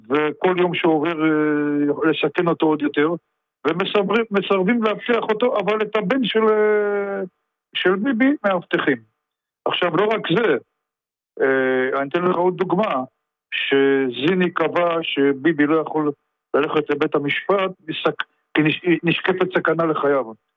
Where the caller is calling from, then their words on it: Petah Tikva, Central District, Israel; אני מפתח תקווה.